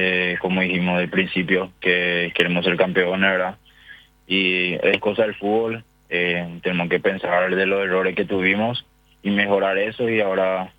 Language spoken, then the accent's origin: Spanish; Capiatá, Central, Paraguay; born or raised there